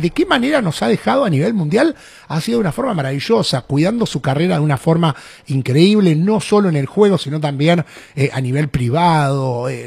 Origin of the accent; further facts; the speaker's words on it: Argentina; Soy argentino